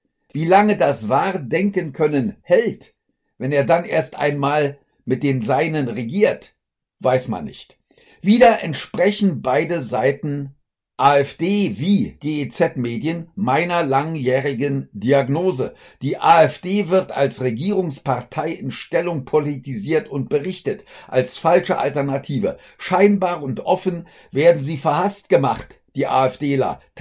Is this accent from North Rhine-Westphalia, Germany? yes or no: no; Berlin, Germany; Und ich als Berliner habe diese Miesquatschnamen sowieso nicht benutzt.